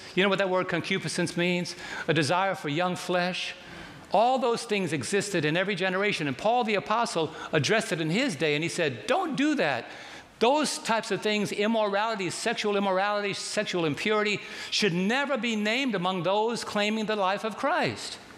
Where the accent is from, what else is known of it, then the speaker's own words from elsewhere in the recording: New York City, New York, United States; I was raised in New York City